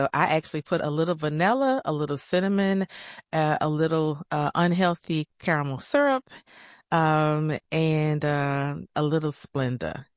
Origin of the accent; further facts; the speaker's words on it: Chattanooga, Tennessee, United States; At the hospital where I worked.